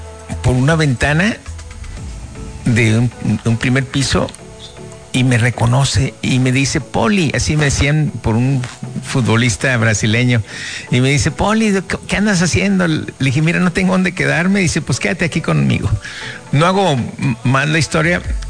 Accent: Coahuila, Mexico; born there; moved away as an adult; also born or lived in Mexico City; Soy del Ejido de la Unión.

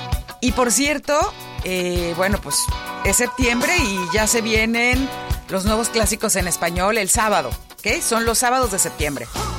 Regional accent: Mexico; a mí más me representa como mexicana, rockera, ¿ok? En español.

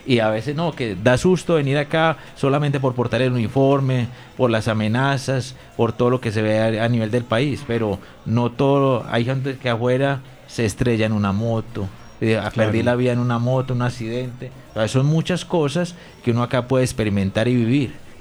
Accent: Ciudad Bolívar, Antioquia, Colombia; moved away; Yo, por ejemplo, soy de Ciudad Bolívar, Antioquia. Nunca había salido del pueblo hasta que me vine acá a la Armada Nacional

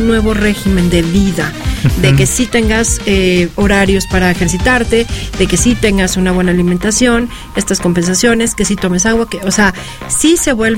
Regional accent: Tehuixtla, Morelos, Mexico; Chicharrón de Tehuixtla.

